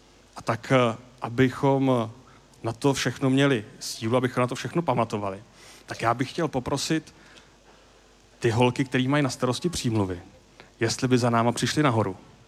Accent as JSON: {"language": "Czech", "region": "Prague", "country": "Czechia", "said": "já jsem z Prahy"}